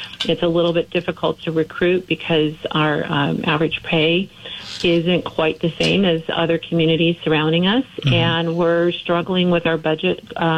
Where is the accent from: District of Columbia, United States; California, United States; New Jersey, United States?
California, United States; Simi Valley; born there; also born or lived in Northridge; My parents moved the family here from Northridge in 1978